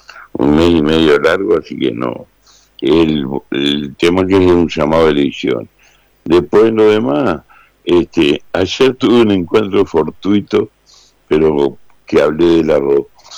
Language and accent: Spanish; San José, Uruguay; yo soy oriundo de San José